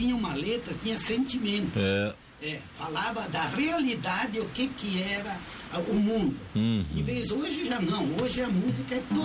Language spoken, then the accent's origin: Portuguese; Nova Bréscia, Rio Grande do Sul, Brazil; now in Encantado, Brazil; 41 anos que eu moro encantado. Uhum. Praticamente 42. Que eu moro lá encantado. É. Mas eu não esqueço, Nova Brécia, para mim, é a terra do meu coração. Eu gosto muito daqui.